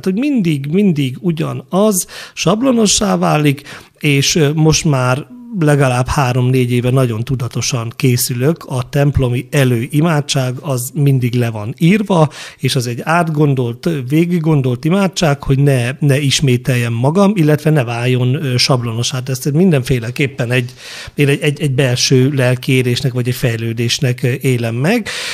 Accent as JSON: {"language": "Hungarian", "town": "Nagyhalász", "region": "Szabolcs-Szatmár-Bereg", "country": "Hungary", "tie": "born or raised there"}